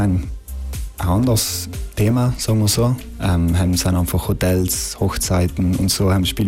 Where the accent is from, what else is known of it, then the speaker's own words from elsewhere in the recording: Merano, Trentino-Alto Adige, Italy; now in Innsbruck, Austria; Ich komme aus Meran und jetzt inzwischen lebe ich in Innsbruck. Bin gerade aus Budapest zurückgekommen, in einem Auslandssemester